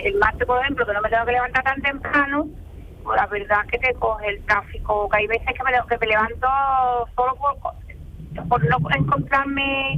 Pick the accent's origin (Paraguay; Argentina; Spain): Spain; Olivares, Andalusia; Yo soy de Olivares.